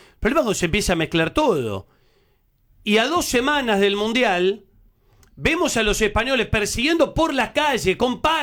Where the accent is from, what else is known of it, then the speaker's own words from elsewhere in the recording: Argentina; ¿Quiénes son los racistas al final? ¿Somos los argentinos? ¿O son ustedes, los españoles